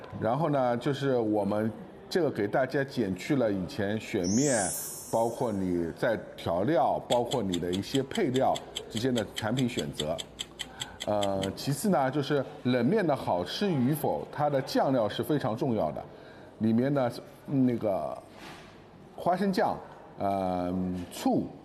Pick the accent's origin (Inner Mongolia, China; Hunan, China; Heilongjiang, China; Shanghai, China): Shanghai, China; 我们上海人呢，应该都比较喜欢吃面，而且对面的这个食材的要求是非常高的。